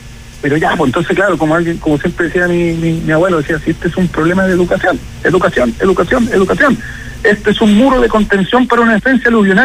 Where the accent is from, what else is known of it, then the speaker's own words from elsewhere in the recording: Chuquicamata, Antofagasta, Chile; yo soy nacido y criado en Chuquicamata